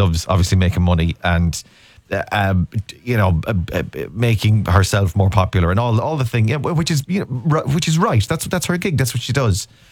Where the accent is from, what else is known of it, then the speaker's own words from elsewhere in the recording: Ireland; As Irish people, we don't expect it to be warm.